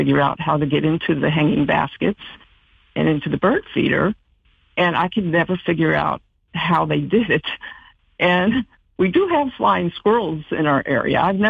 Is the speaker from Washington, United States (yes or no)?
no; Indianapolis, Indiana, United States; moved away as an adult; I'm the only one from a large family that moved away from home. I'm originally from Indianapolis.